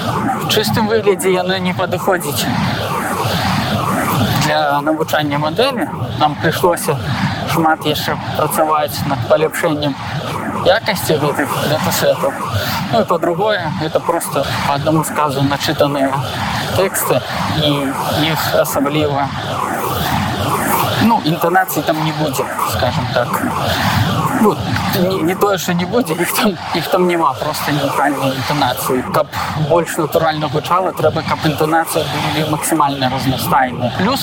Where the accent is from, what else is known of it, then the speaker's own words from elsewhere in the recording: Kletsk, Minsk Region, Belarus; Ось я з Клецку, там паказваецца на мапе. Ось у нас тут такое маўленне.